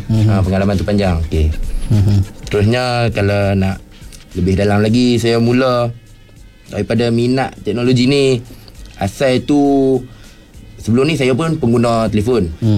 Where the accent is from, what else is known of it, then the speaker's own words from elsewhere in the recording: Perlis, Malaysia; Saya berasal daripada Perlis.